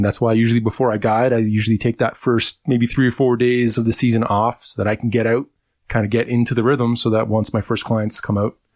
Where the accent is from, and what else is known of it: Toronto, Ontario, Canada; born or raised there; moved away